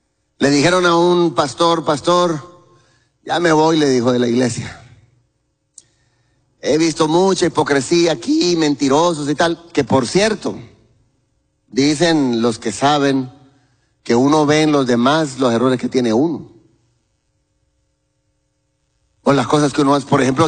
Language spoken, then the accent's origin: Spanish; Guatemala; now in Tegucigalpa, Honduras; expresión chapina, los tiliches. Donde están todos los chunches, decimos allá.